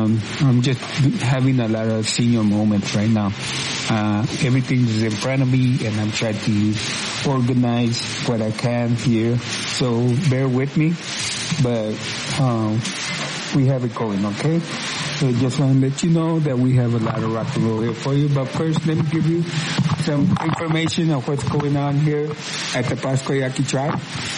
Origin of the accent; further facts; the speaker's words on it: Arizona, United States; and not to forget the North End, which is Benjamo, Guadalupe, and my hometown, Hightown.